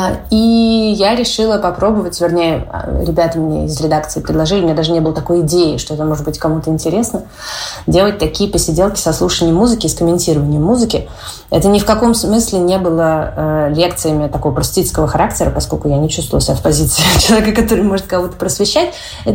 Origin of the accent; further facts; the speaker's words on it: Moscow, Russia; В детстве я ходила в Вальдорфскую школу, 1060 знаменитую, до того, как пошла в Мнесинскую школу, где учился Мень. В общем, такая легендарная школа московская, которая в 90-е, когда я там училась, была Вальдорфской.